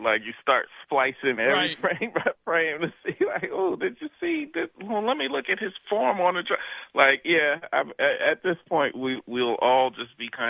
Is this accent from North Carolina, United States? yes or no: yes; North Carolina, United States; I'm from North Carolina